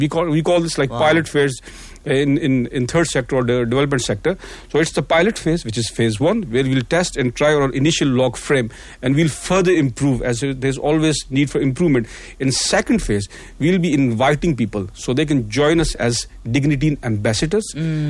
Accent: South Africa; us as South African

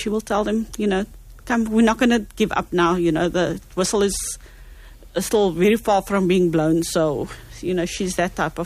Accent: Cape Town, Western Cape, South Africa; myself, I come from Mitchell's Plain

